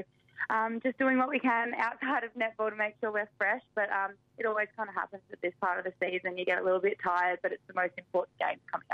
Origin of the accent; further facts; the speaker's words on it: Victoria, Australia; moved away; back in Victoria, my home state, so I had lots of friends and family there